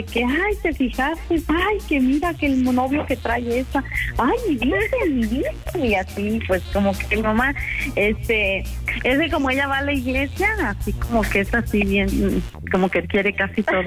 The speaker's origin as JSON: {"language": "Spanish", "town": "Celaya", "region": "Guanajuato", "country": "Mexico", "moved": "yes", "lives_now": "Dallas, United States", "said": "Soy originaria de Celaya, Guanajuato."}